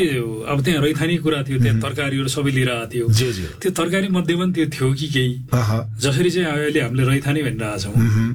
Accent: Barakot, Gandaki Province, Nepal; म पनि गाउँमा बाख्रा हेर्न जान्थेँ, मेरो गाउँ चाहिँ बागलुङको चाहिँ बाराकोट भन्ने गाउँ हो

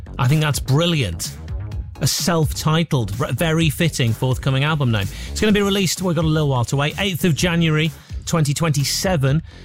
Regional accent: York, Yorkshire and the Humber, United Kingdom; yay. I'm from York.

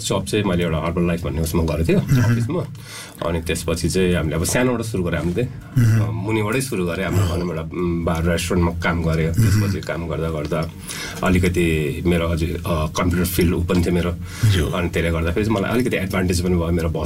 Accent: Dehradun, Uttarakhand, India; moved away as an adult; now in Nepal; देहरादुनमा म पढाइ म देहरादुनमा बस्यो, हुर्केँ, उहीँ होस्टेलमा पढ्यो, मैले पढाइ देहरादुन नै भयो.

